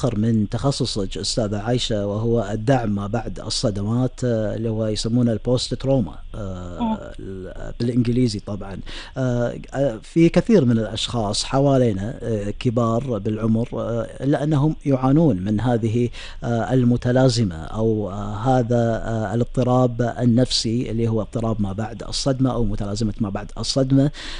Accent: Kuwait; بلدنا الكويت

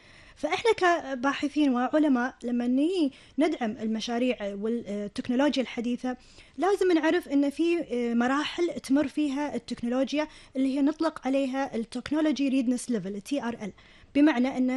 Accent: Kuwait; عندنا في الكويت

